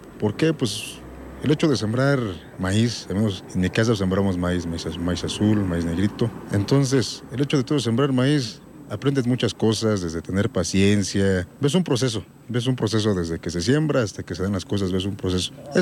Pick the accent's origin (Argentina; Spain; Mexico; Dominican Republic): Mexico; al menos como mexicano